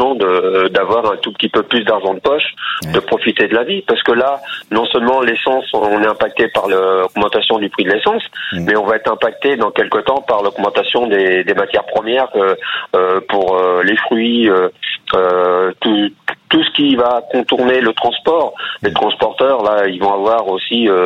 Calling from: Normandy, France; De la Madeleine-Loncourt, dans l'Eure

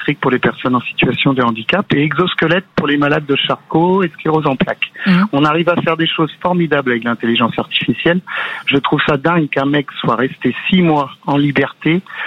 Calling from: Saint-Brieuc, Brittany, France; je suis de Saint-Brieuc.

